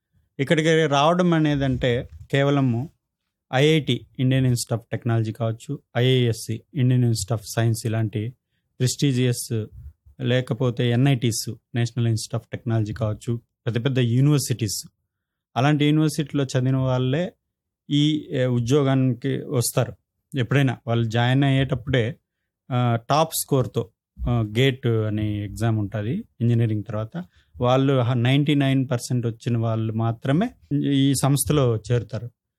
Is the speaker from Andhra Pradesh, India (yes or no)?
yes; V. Kota, Andhra Pradesh, India; నేను పుట్టింది వికోట, వెంకటగిరి కోట, చిత్తూరు డిస్టిక్ట్.